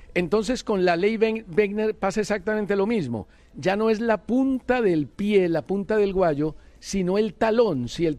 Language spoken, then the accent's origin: Spanish; Colombia; a uno como colombiano